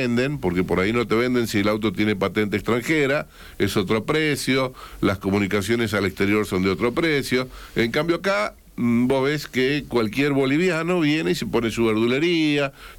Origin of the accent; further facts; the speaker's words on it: Argentina; así de racistas somos los argentinos